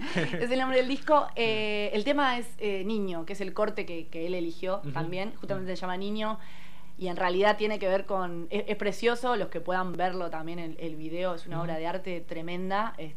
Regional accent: Magdalena, Buenos Aires Province, Argentina; En Magdalena, pues somos de Magdalena

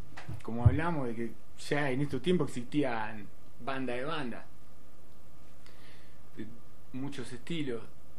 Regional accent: La Plata, Buenos Aires Province, Argentina; also born or lived in Merlo; yo nací acá en La Plata.

